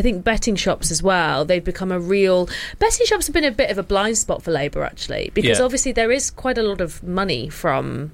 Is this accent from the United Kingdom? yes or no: yes; Yorkshire and the Humber, United Kingdom; I grew up in West Yorkshire